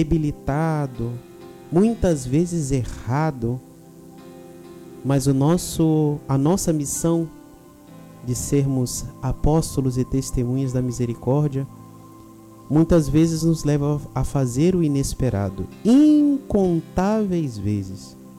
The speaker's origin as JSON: {"language": "Portuguese", "country": "Brazil", "said": "dentro de nossa realidade brasileira"}